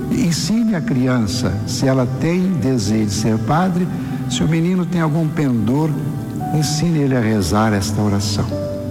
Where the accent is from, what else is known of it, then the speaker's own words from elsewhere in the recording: Minas Gerais, Brazil; born there; E a minha cidade natal era da diocese de Belo Horizonte naquela época.